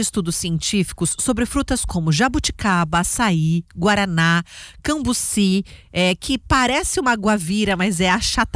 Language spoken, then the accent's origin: Portuguese; Mato Grosso do Sul, Brazil; now in Campo Grande, Brazil; E eu que cresci em Anastácia aqui da Uana, tinha muito dessa fruta no quintal de casa.